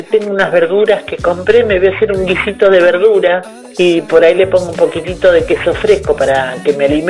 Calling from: José C. Paz, Buenos Aires Province, Argentina; Yo soy de José Cepa, jubilada.

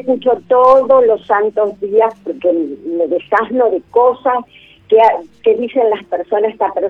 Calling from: Argentina; de Devoto

